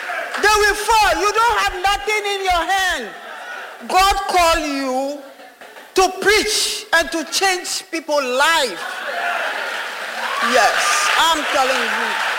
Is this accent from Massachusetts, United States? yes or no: yes; Boston, Massachusetts, United States; moved away as an adult; now in Minnesota, United States; Bostonian. I grew up in Boston, Massachusetts.